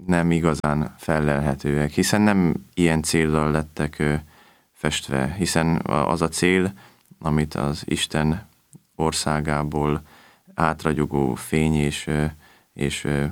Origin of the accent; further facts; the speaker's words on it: Máriapócs, Szabolcs-Szatmár-Bereg, Hungary; Mária Pócson nőttem föl